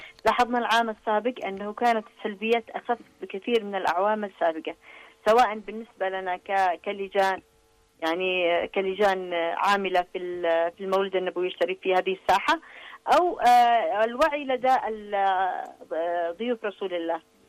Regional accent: Yemen; الحضور المشرف والحضور الكبير الذي يليق بنا كيمنيين

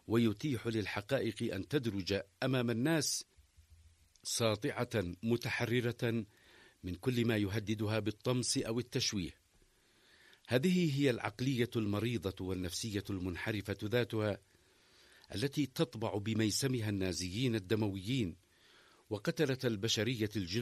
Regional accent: Yemen; والعدوان البربري ورديفه الحصاري على بلدنا اليمن بقيادة أمريكا وشريكاتها من دول الغرب الصهيوني المستكبر

